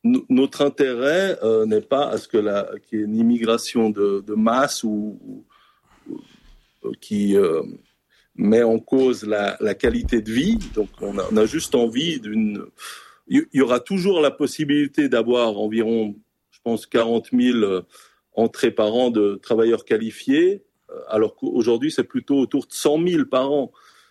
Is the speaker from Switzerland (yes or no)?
yes; Switzerland; also born or lived in Pakistan (father's origin) / Czech Republic (mother's origin); Moi je suis suisse de branche, hein, naturalisé suisse à 17 ans. J'ai un père qui était d'origine pakistanaise et une mère tchèque.